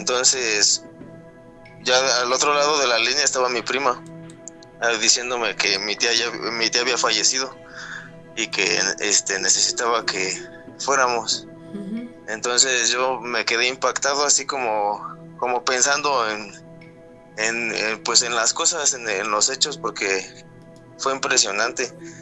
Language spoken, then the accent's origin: Spanish; Mexico City, Mexico; Yo soy de la Ciudad de México, Iztapalapa.